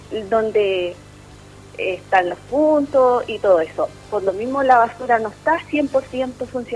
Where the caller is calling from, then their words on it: Coronel, Biobío, Chile; Soy de acá, del sector de Llovilo 2.